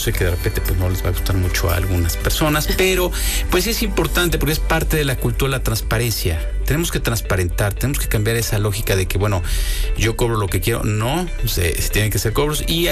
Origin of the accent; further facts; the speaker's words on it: Puebla, Mexico; Soy una persona que realmente yo sí soy orgulloso de ser poblano.